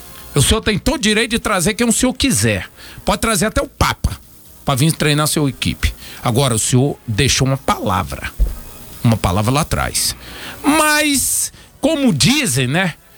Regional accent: Rio de Janeiro, Brazil; born there; now in Anápolis, Brazil; eu sou carioca de nascença e sou goiano de coração, e anapolino.

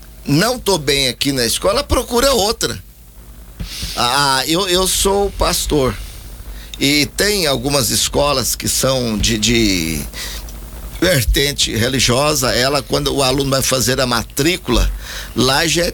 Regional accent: Goiânia, Goiás, Brazil; born there; also born or lived in Paineiras, Minas Gerais / Abaeté, Minas Gerais; Nasci em Paineiras, Minas Gerais, mas fui registrado em Abaeté. Mas bem criança eu já vim para Goiânia e estou aqui em Goiás certeza. Então eu sou mais goiano do que mineiro.

